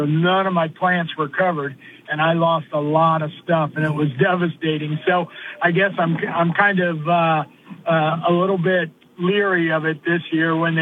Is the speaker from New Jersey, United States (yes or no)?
no; Florida, United States; I'm born and raised in Florida.